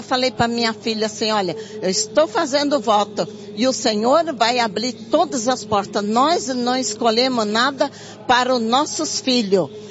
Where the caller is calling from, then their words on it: Brazil; eu sou da Zona Norte.